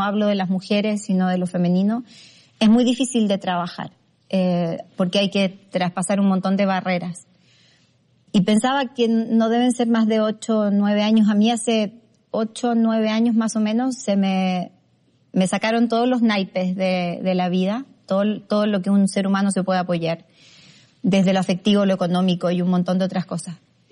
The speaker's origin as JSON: {"language": "Spanish", "country": "Chile", "said": "soy chilena, antes que nada mujer, mamá de un hijo de 31 y una hija de 28"}